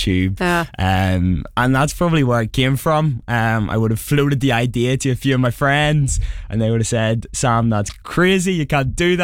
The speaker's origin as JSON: {"language": "English", "town": "Belfast", "region": "Northern Ireland", "country": "United Kingdom", "moved": "as an adult", "lives_now": "London, United Kingdom", "said": "moving from Belfast was a big change, and a big change of speed and intensity of London."}